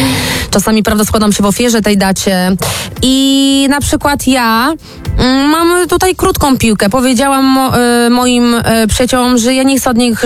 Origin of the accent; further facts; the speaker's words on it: Ciechanów, Masovian Voivodeship, Poland; jestem po prostu laską z Ciechanowa